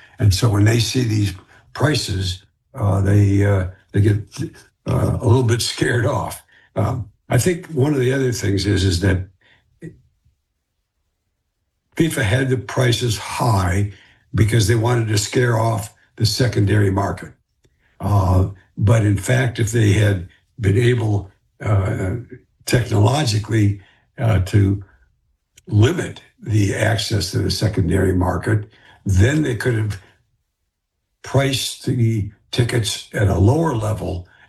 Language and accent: English; Detroit, Michigan, United States; But I grew up on baseball, football, basketball, and having grown up in Detroit, particularly hockey.